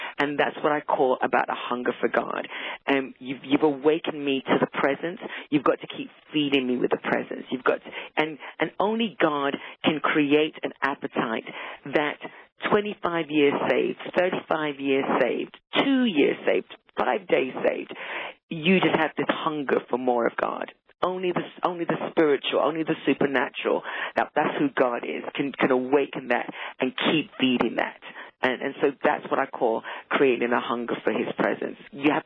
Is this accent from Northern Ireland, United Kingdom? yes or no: no; London, United Kingdom; accent: London; moved away; I am very mixed. So the accent is London. I was born in the United Kingdom. Those of you that know London, Southeast London. I'm a Southeast London girl. But my parents were from the Caribbean, from Jamaica.